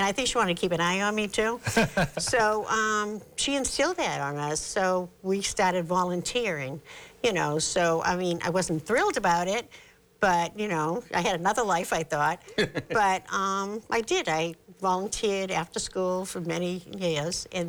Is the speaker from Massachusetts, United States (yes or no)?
yes; Boston, Massachusetts, United States; I was born and raised in South Boston. Okay. I was from the D Street Project, which I'm very proud of. Mm. And my mother was an immigrant from Galway, Ireland, on the Aran Islands.